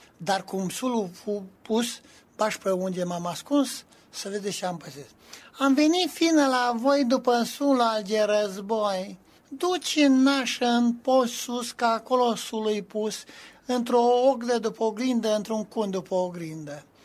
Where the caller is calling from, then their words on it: Reșița, Caraș-Severin, Romania; din Reșița